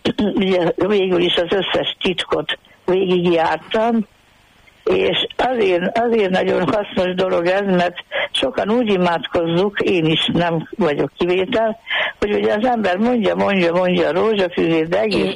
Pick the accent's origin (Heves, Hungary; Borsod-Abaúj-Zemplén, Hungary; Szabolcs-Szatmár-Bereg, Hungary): Heves, Hungary; Egerszólát; born there; mert az akkori pápa megtudta, hogy Eger Szóláton megszületett